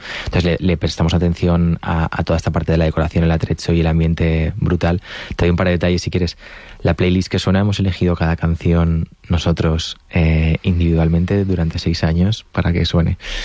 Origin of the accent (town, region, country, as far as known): Valencian Community, Spain